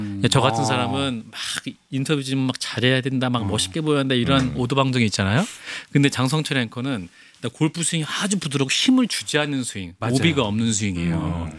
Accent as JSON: {"language": "Korean", "region": "North Chungcheong", "country": "South Korea", "tie": "born or raised there", "said": "제 고향 충북."}